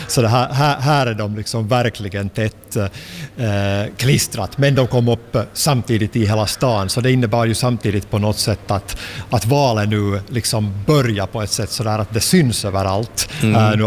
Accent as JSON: {"language": "Swedish", "country": "Finland", "moved": "yes", "lives_now": "Sweden", "said": "jag är finsk medborgare"}